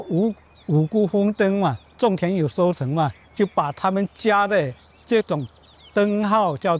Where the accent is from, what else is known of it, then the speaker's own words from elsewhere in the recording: Quanzhou, Fujian, China; 我们泉州人就很重视这个家族的根源